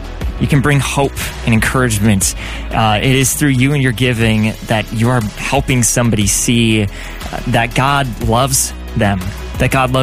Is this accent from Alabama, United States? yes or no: no; Minnesota, United States; moved away; I'm from Minnesota.